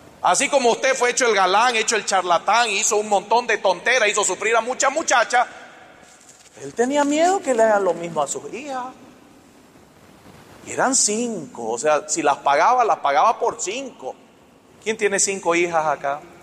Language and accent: Spanish; Montero, Santa Cruz, Bolivia; yo nací en Guavirá, yo nací en Montero, yo soy de Montero.